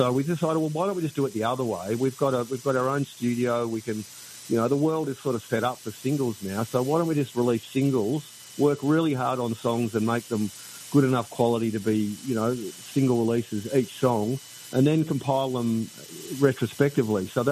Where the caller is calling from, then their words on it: Melbourne, Victoria, Australia; I'm in Melbourne, Australia, which is on the southeast coast. It's down the bottom, just across from Tasmania.